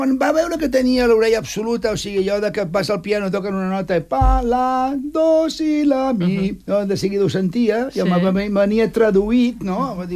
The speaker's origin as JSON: {"language": "Catalan", "region": "Catalonia", "country": "Spain", "said": "tothom sap de que sóc català."}